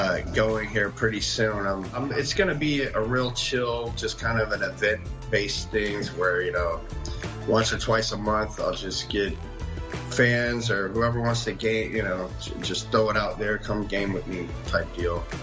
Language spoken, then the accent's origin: English; Jacksonville, Florida, United States; I grew up in Jacksonville, Florida. Life was, it's a pretty interesting town there. It was a smaller town that's trying to be a big city.